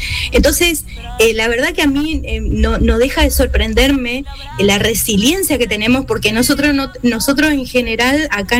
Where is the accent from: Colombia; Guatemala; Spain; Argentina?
Argentina